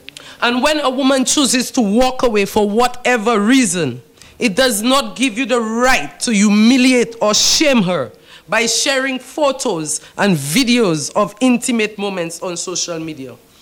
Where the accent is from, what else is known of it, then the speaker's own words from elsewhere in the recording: St. Lucia; like Anslery, my hometown, that our community is safe